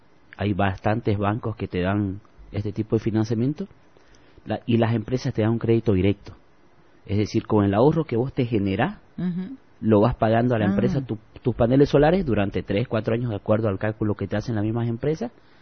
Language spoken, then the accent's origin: Spanish; Pando, Bolivia; moved away; yo soy de Pando y se los mando hasta Pando a mi madre